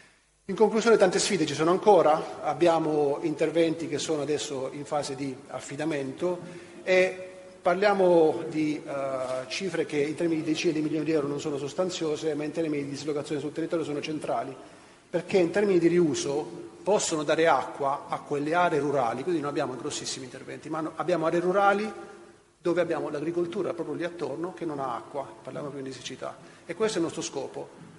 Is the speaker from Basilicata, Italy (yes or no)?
yes; Basilicata, Italy; moved away; ero lucano